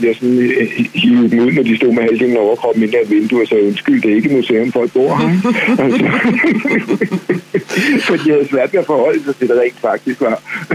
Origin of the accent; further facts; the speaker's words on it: Dragør, Capital Region of Denmark, Denmark; now in Copenhagen, Denmark; på trods af, at jeg voksede op i Dragør og boede på Aarhus og Brogade, så har jeg levet det meste af mit voksne i den indre by i København.